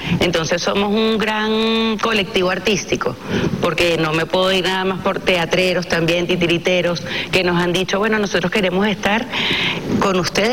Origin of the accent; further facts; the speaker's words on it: Venezuela; que nos ocurrió como venezolanos, nos ha abatido a todos